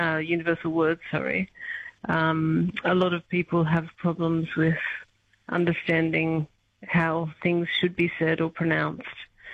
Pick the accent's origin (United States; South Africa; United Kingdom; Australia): Australia; now in Czechia; And, you know, as an Australian, 41 isn't such a big deal for me